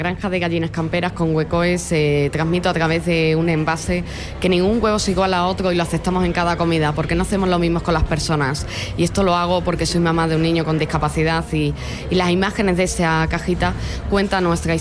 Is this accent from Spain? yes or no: yes; Extremadura, Spain; vengo desde Extremadura